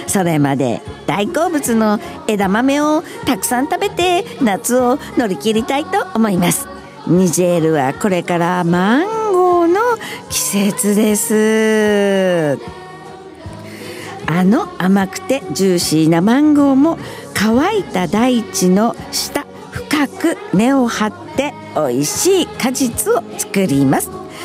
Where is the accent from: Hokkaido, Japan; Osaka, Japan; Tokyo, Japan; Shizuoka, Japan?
Tokyo, Japan; born there; also born or lived in Niger; 私は東京生まれなのであまり農産物に詳しくなく、